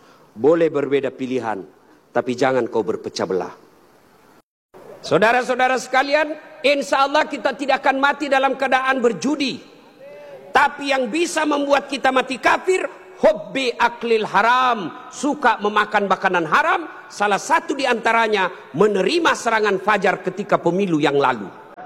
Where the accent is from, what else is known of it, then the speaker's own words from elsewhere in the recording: South Sulawesi, Indonesia; Beliau orang Melayu, saya orang Bugis.